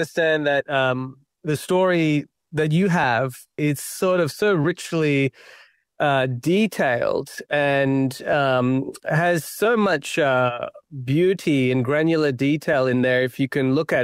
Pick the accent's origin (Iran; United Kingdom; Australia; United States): Australia; Perth, Western Australia; because I'm Sri Lankan Tamil, and I was born in Perth, but my parents, they were, they're migrants